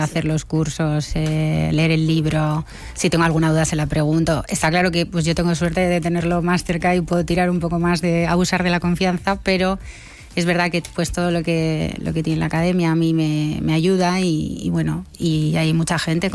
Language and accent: Spanish; Bilbao, Basque Country, Spain